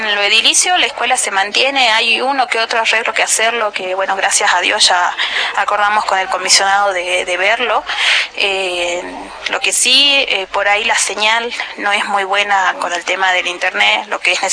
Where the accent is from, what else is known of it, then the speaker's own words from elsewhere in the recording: Jujuy, Argentina; tanto como argentino como jujeños.